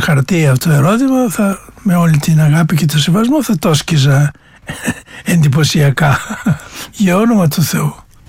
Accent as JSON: {"language": "Greek", "town": "Kastoria", "region": "Western Macedonia", "country": "Greece", "tie": "born there", "also_born_or_lived": "Kalambaka / Konitsa", "said": "Γεννήθηκα στην Καστοριά."}